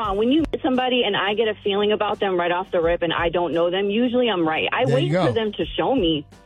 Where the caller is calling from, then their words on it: Augusta, Georgia, United States; Augusta, Georgia.